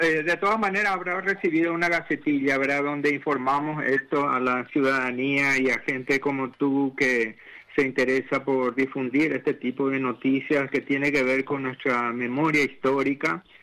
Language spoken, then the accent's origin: Spanish; Paraguay; nos identifica muy bien como paraguayos